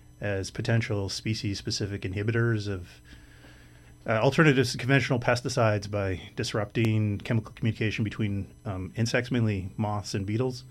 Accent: Saskatchewan, Canada; moved away as an adult; I grew up in Northern Saskatchewan in a small town by a lake

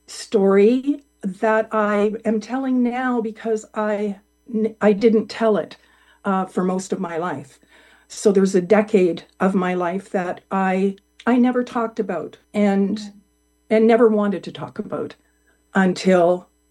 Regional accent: Scotland, United Kingdom; I'm Scottish

